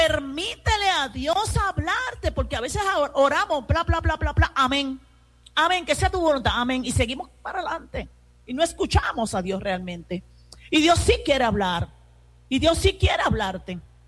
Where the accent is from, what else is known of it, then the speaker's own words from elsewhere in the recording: Puerto Rico; No, tú lo coges como buena puertorriqueña, hasta por las greñas.